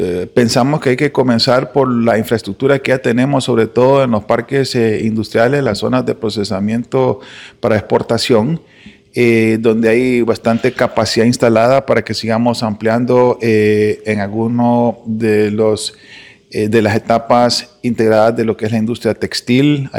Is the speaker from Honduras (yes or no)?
yes; Honduras